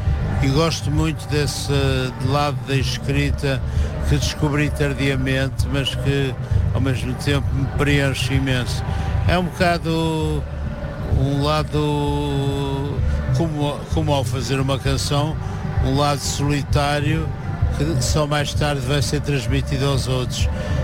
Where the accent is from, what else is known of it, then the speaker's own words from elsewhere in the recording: Porto, Norte, Portugal; Não, já eu conheço, eu sou do Porto, mas eu digo que também sou de certo modo minhoto, porque eu conheço muito bem o Minho. Meus pais tinham uma casa em Ofir